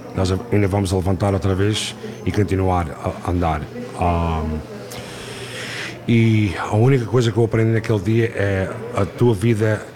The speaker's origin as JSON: {"language": "Portuguese", "country": "Portugal", "lives_now": "Newark, United States", "said": "Temos restaurantes, lojas, pastelarias, padarias, tudo portuguesas. Eu até sou português."}